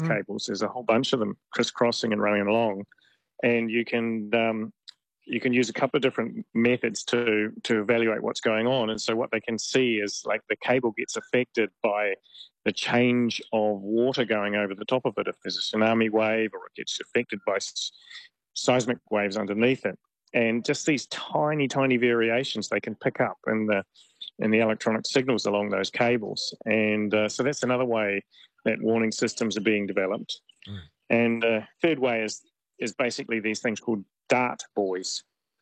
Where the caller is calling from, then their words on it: Vanuatu; I'm calling you from Vanuatu at the moment